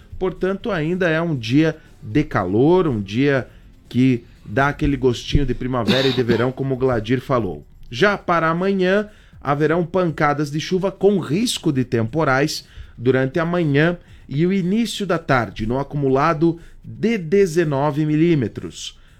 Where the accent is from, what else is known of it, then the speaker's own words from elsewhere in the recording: Santa Catarina, Brazil; Nós, enquanto catarinenses